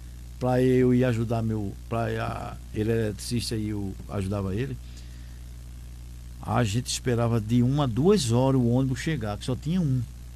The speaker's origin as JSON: {"language": "Portuguese", "region": "Pernambuco", "country": "Brazil", "said": "Nunca saí de Pernambuco. Só Pernambuco."}